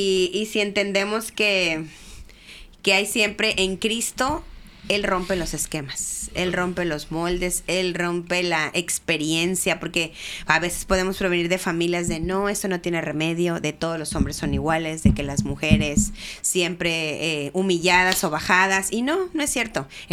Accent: Mexico; estábamos como buenos mexicanos llenos de memes

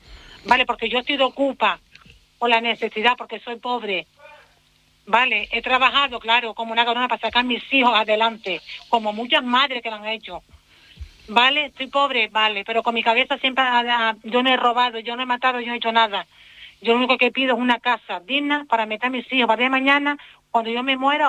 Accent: Canary Islands, Spain; yo sí he sido criada y nacida en La Reolla, donde hoy por hoy vivo.

